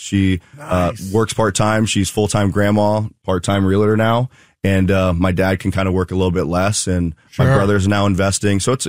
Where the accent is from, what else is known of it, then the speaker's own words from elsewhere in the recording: Pickerington, Ohio, United States; Yeah, so I'm born and raised in Columbus, Pickerington. I went to Pickerington North, graduated in 2013. Went to University of Dayton, came back home